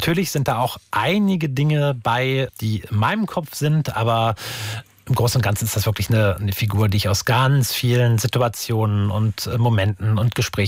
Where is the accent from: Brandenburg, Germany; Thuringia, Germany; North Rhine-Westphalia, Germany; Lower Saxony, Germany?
Lower Saxony, Germany; Wolfenbüttel; born there; Die wird in meiner Geburtsstadt im Wolfenbüttel sein.